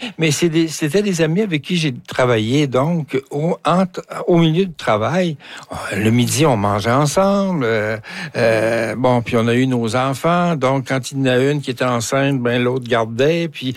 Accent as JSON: {"language": "French", "town": "Rivière-du-Loup", "region": "Quebec", "country": "Canada", "moved": "as an adult", "lives_now": "Rouyn-Noranda, Canada", "said": "Je suis arrivé à la sortie de l'université à Rouyn-Noranda en 71. Puis je venais de Rivière-du-Loup, du bas du fleuve."}